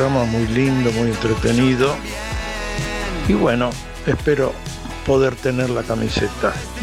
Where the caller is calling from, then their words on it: Acassuso, Buenos Aires Province, Argentina; de Acasuso